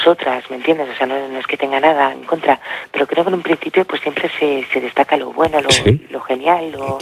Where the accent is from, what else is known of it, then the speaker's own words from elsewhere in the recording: Barcelona, Catalonia, Spain; born there; also born or lived in Teruel; now in Barcelona, Spain; yo nací aquí en Barcelona, pero yo me fui fuera de Barcelona.